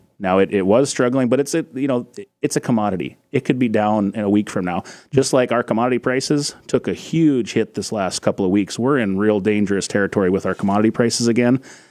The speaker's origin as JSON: {"language": "English", "town": "Dazey", "region": "North Dakota", "country": "United States", "said": "I'm from Daisy, North Dakota, over in Barnes County, and farm around that Wimbledon Courtney area up there."}